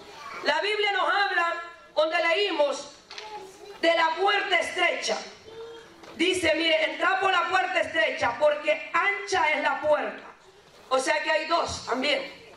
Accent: El Salvador; le voy a hablar como salvadoreño

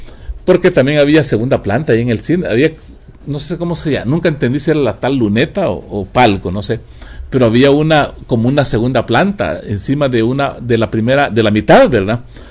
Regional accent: Tiquisate, Escuintla, Guatemala; hablo de Tiquizaya, ¿verdad? Porque yo allá me crié

